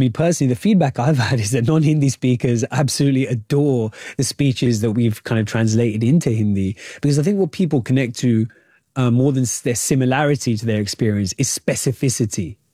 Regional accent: United Kingdom; massive parallels with my own lived experience as a British Asian.

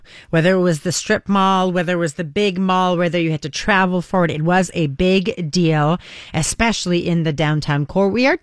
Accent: Senneville, Quebec, Canada; And when I was growing up in Senneville, the Dorval Gardens Shopping Center.

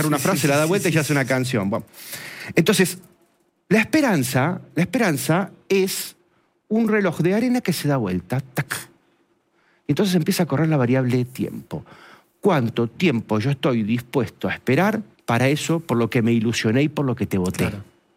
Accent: Argentina

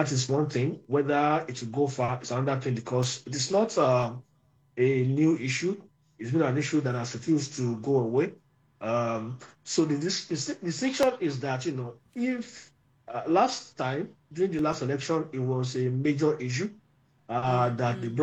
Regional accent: Nigeria; I'm a Nigerian journalist.

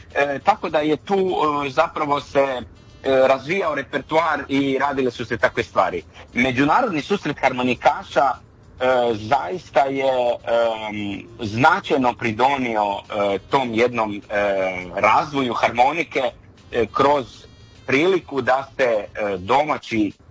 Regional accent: Istria County, Croatia; pogotovo kod nas u Istri

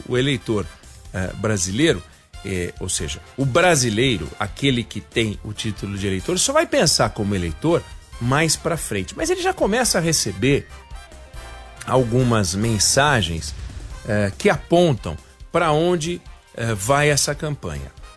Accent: Brazil

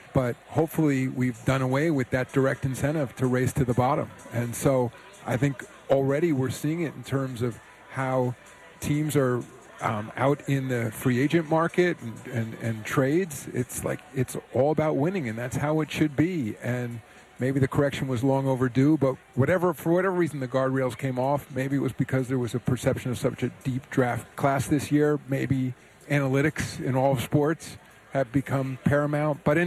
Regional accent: New York, United States; I'm a New Yorker, you know, so and I was alive for the last two, you know.

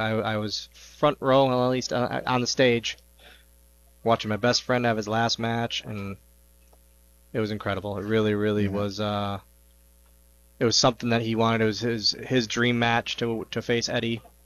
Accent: Oshkosh, Wisconsin, United States; to be able to partner with my hometown baseball team, essentially, you know, being right down the road in Oshkosh.

